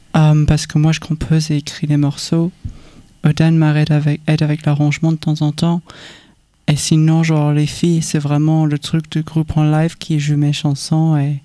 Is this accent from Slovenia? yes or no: no; England, United Kingdom; first language English; French is a second language; moved away; je suis anglaise